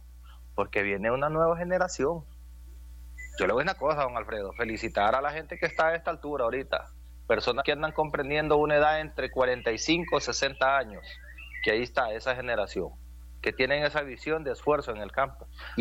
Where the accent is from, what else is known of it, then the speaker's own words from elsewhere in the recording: Burraco Pueblo, Colón, Honduras; Yo soy del sector del Costa Norte, específicamente de Burraco Pueblo. De allá son mis raíces.